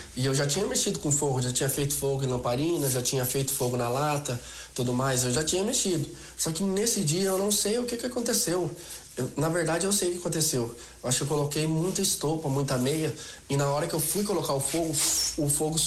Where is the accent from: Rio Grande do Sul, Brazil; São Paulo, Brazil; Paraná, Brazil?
Paraná, Brazil; born there; Eu tenho um amor pelo Paraná, pelo chão do Paraná. Nasci no Paraná